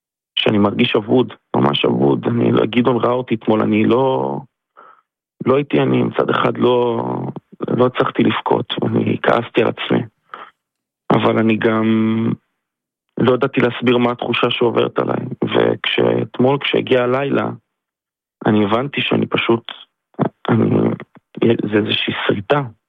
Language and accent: Hebrew; Zikhron Ya'akov, Haifa District, Israel; ספיר, אני מזכיר לכם, הוא מגיע מאלי. אני מגיע מזיכרון, הפלגה שלנו הייתה חצויה במובן הזה